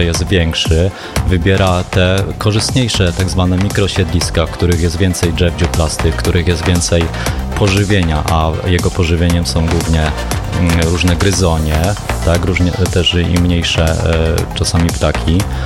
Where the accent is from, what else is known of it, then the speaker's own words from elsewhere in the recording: Przemyśl, Subcarpathian Voivodeship, Poland; w mieście u nas w Przemyślu